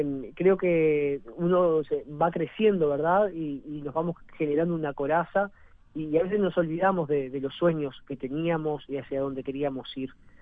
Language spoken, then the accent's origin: Spanish; San Carlos, Maldonado, Uruguay; con Flor los dos somos de San Carlos.